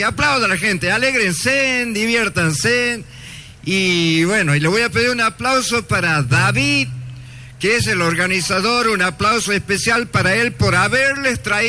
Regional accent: Santiago del Estero, Argentina; Soy de Argentina y una provincia, Santiago del Estero.

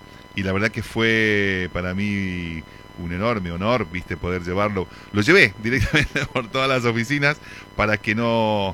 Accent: Tucumán, Argentina; yo nací en Tucumán

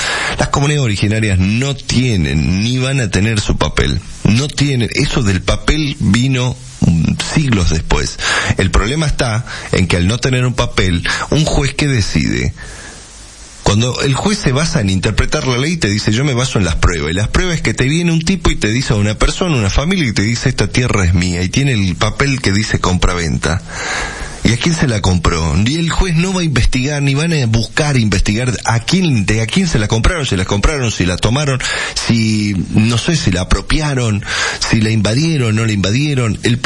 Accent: Salta, Argentina; A nosotros en Salta

